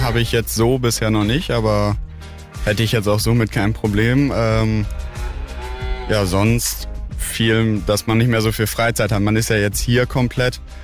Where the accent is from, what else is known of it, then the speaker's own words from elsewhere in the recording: Ostbevern, North Rhine-Westphalia, Germany; Ja, ich bin auch auf einem Hof groß geworden in Ostbevern